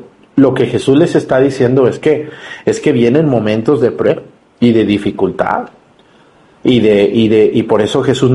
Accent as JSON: {"language": "Spanish", "town": "Mexticacán", "region": "Jalisco", "country": "Mexico", "tie": "born or raised there", "moved": "yes", "said": "Mesticacán, mi pueblo."}